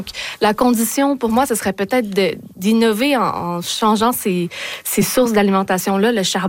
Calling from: Alberta, Canada; je suis en Alberta.

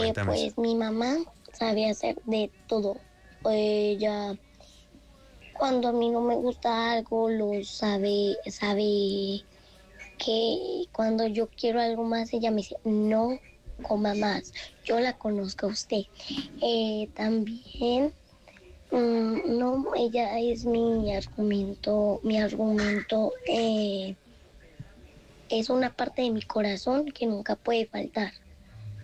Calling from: Pereira, Risaralda, Colombia; Los escucho desde Arabia Pereira.

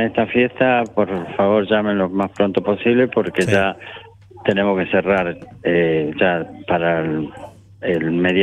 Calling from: Argentina

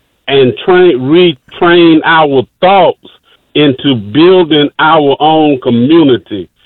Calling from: Florida, United States; I'm from Florida.

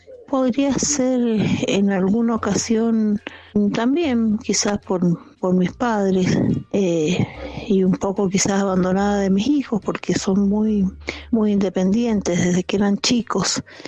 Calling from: Mendoza, Argentina; yo soy de Mendoza, vivo en sobre Ruta Panamericana, en Chacras de Coria. Vivo en la montaña en este momento, en un lugar bastante alejado, solitario, hermoso, me siento bien, vivo sola.

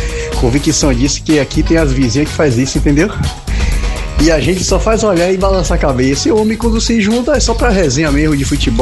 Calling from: Salvador, Bahia, Brazil; eu sou de Paripe.

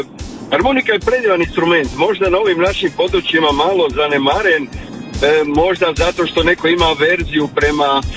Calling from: Istria County, Croatia

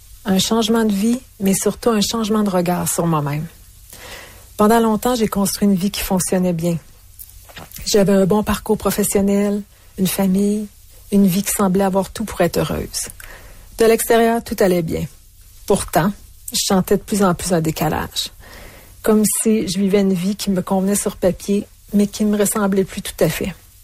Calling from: Alberta, Canada; J'ai 51 ans et je vis en Alberta.

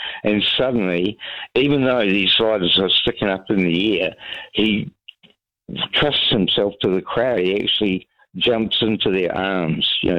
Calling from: Palmerston North, Manawatū-Whanganui, New Zealand

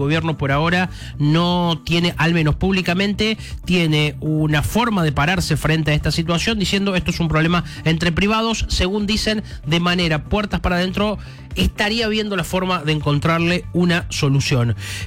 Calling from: Argüello, Córdoba, Argentina; Hola Mariano … de Argüello.

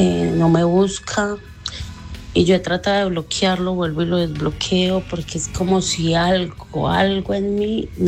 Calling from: Medellín, Antioquia, Colombia; Soy de Medellín.

